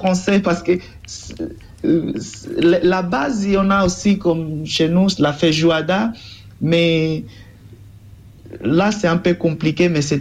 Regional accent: Angola; moved away; C'est un peu similaire comme chez nous en Angola

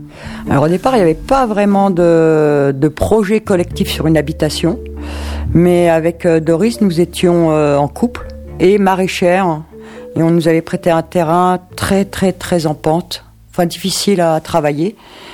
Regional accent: Paris, Île-de-France, France; moved away as an adult; now in Tarn, France; Moi, je suis née à Paris, j'ai grandi à Paris, et dans les années 85, je suis arrivée dans le Tarn

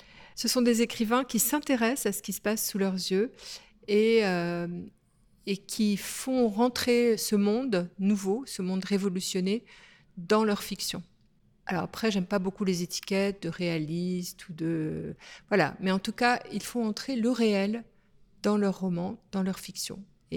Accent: Brittany, France; moved away as an adult; now in Grenoble, France; Et ben moi, ça fait bientôt 36 ans que j'habite à Grenoble. Je viens d'un pays plutôt de la mer. Je viens de Bretagne, hein, mes racines sont bretonnes.

